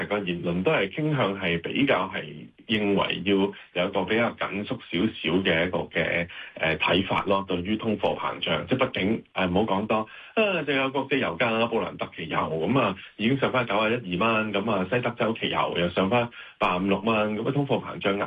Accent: Hong Kong; 作為香港人啊

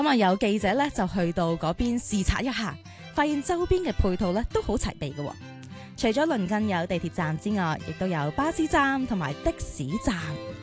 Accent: Hong Kong; 咁之后咧，我哋香港人啦，由呢一个口岸去到内地，净系需要使用回乡证

